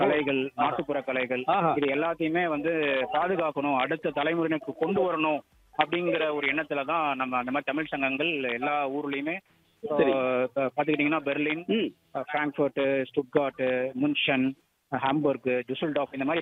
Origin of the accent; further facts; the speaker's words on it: Erode, Tamil Nadu, India; moved away as an adult; now in Munich, Germany; இங்க நான் ஒரு வெக்கேஷனுக்காக வந்தோம், ஒர்க் பிளஸ் வெக்கேஷனுக்காக தான் இப்போ ஈரோடுக்காக வந்திருக்கேன். ஆனா என்னுடைய பூர்வீகம் வந்து ஈரோடு தான்.